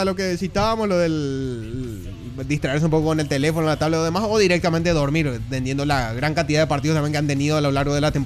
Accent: Paraguay

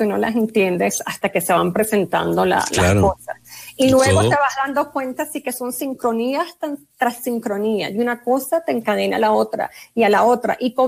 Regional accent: Venezuela; now in Colombia; yo soy venezolana, pero ya tengo 16 años viviendo acá.

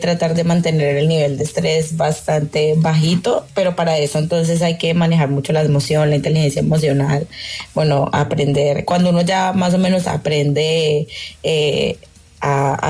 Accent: Colombia; now in Spain; Bueno, actualmente yo vivo en España, pero pues soy de Colombia.

